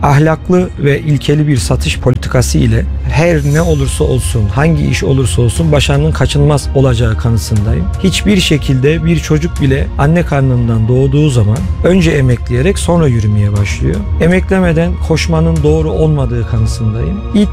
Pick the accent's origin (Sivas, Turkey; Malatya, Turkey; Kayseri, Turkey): Kayseri, Turkey; 1988 Kayseri doğumluyum. İlk, orta, lise ve lisans öğretimimi Kayseri'de tamamladım.